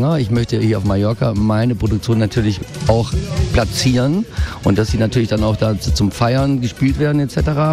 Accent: Germany; Ich bin in Deutschland aufgewachsen.

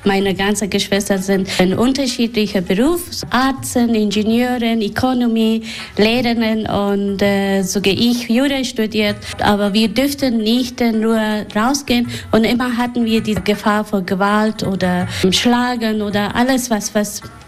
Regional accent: Afghanistan; German is a second language; now in Germany; Es ist wirklich ein bisschen ähnlich wie meine Heimat. Viele Berge sind in der Nähe und so, das hat etwas.

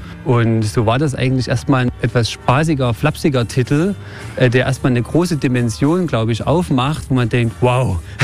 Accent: Glauchau, Saxony, Germany; born there; Ich bin hier in Klauchau geboren, ist etwa 20 Kilometer von Chemnitz entfernt.

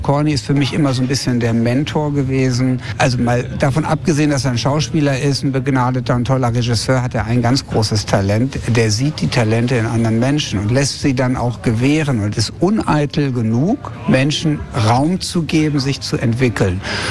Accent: Hanover, Lower Saxony, Germany; now in Hamburg, Germany; Ich habe mir Hamburg ausgesucht. Ich komme aus Hannover und da gibt es ja 2 gute Alternativen.

